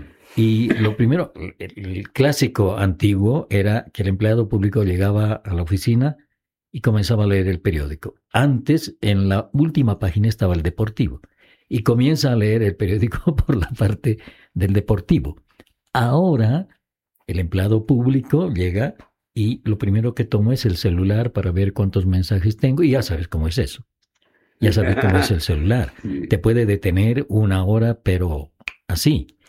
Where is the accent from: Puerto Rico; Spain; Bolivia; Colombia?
Bolivia